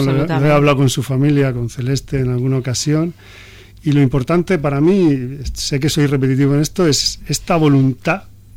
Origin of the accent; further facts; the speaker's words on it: Valencian Community, Spain; yo soy del sur de Alicante